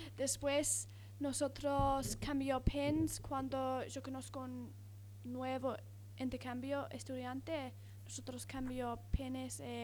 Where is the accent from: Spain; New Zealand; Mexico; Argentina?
New Zealand; Spanish is a second language; de Nueva Zelanda. Solo acá por 3 meses, yo creo.